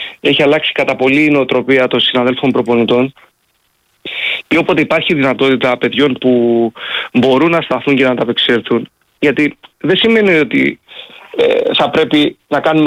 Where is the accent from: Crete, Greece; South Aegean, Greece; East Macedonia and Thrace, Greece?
South Aegean, Greece; Apollona; now in Embona, Greece; Όταν ήμουν εγώ στην 6η Δημοτικού, στο χωριό μου, στα Απόλλωνα, ήμασταν 94 παιδιά.